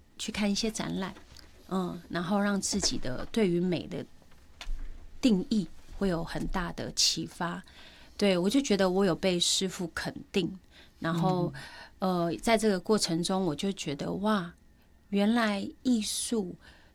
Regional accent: Miaoli County, Taiwan; 那他是新竹人，我是苗栗人

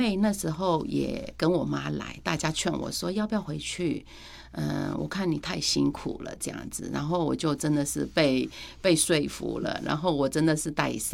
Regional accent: Myanmar; moved away as an adult; now in Taiwan; 我一直都是说我是缅甸人。

